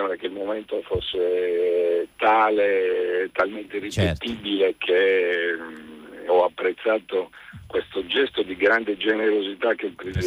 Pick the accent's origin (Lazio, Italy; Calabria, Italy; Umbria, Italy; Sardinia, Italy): Sardinia, Italy; Ma in Sardegna, perché io sono sardo